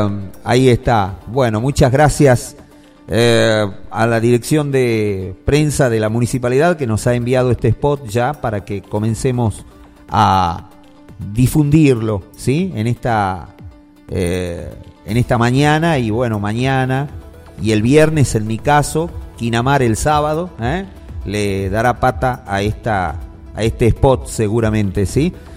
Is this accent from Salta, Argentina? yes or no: yes; Joaquín V. González, Salta, Argentina; Se viene la fiesta de mi pueblo.